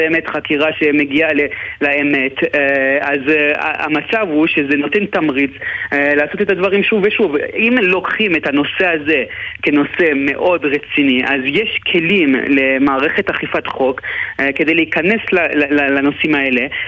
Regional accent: Montreal, Quebec, Canada; now in Israel; איפה שגדלתי במונטריאול

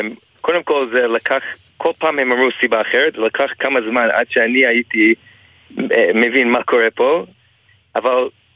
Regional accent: Canada; Hebrew is a second language; moved away as an adult; now in Israel; הייתי, כשהייתי בקנדה, לפני שעליתי לארץ, הייתי תמיד הולך למיונים

